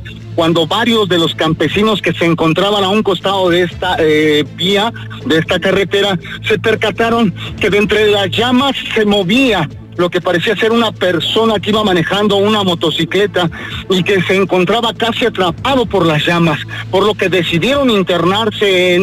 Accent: Mexico

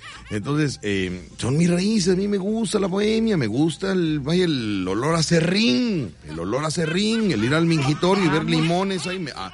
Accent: Mexico City, Mexico; born there; Pero yo soy de La Lagunilla, mi barrio.

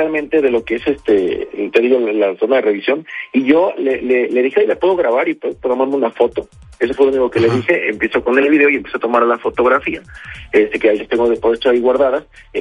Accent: Veracruz, Mexico; Ahora sí, va, como decimos los veracruzanos.

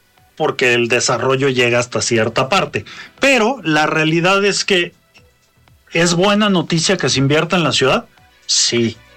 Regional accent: Puebla, Mexico; los que somos poblanos

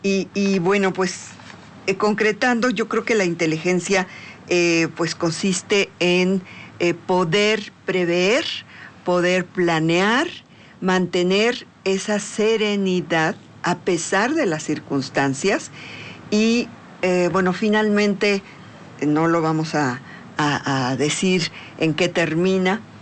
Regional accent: Puebla, Mexico; Soy de Puebla, soy poblana, soy, uh-huh, poblano.

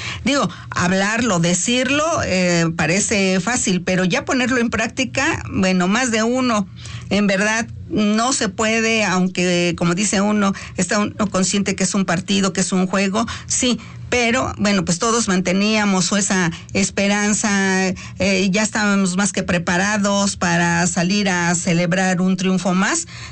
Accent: Mexico; hay eventos que nos unen como mexicanos

